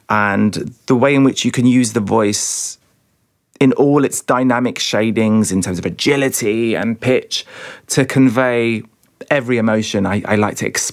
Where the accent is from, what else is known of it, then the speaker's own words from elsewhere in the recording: United Kingdom; I'm a British composer.